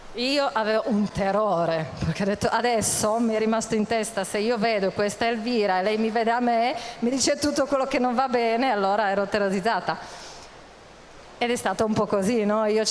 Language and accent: Italian; Czechia; Italian is a second language; moved away as an adult; now in Italy; io vengo dalla Repubblica Ceca, che come tanti sanno è un paese ex comunista, quindi è un paese dove di Gesù della fede non si parla molto.